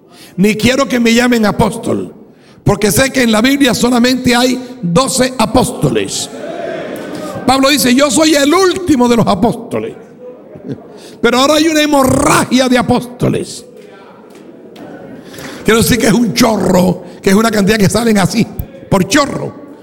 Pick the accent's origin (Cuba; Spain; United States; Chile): Cuba; Yo estuve preso 3 años por causa de predicar el Evangelio en mi país, en Cuba.